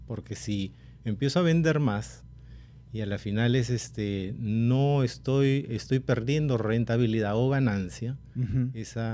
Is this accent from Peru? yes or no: yes; Talara, Piura, Peru; Mi tierra. Soy nacido en Talara, Piura.